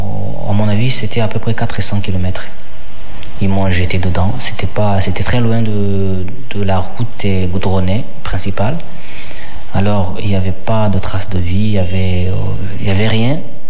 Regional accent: Rwanda; moved away; je viens du Rwanda, que je n'ai pas de papier, que je suis un réfugié politique.

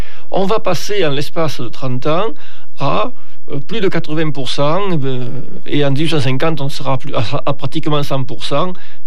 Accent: Occitanie, France; Donc la seule filature de soie fonctionnant actuellement en Europe communautaire se trouve chez nous, en France, dans les Cévennes.

